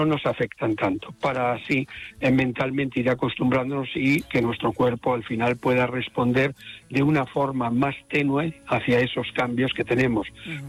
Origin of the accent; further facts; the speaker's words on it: Galicia, Spain; Como buen gallego voy allí.